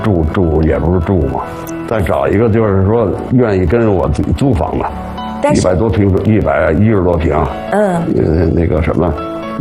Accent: Beijing, China; born there; 从小在龙潭湖那儿你学会的游泳。

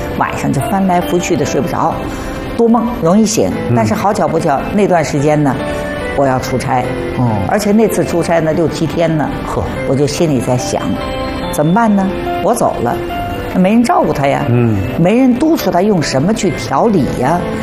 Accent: southern China, China; 我们是南方人，我们那有鲜百合

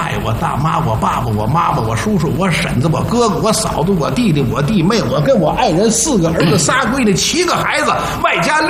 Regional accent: Tianjin, China; 我虽然不是北京人，我是天津人，但是北京我经常的来

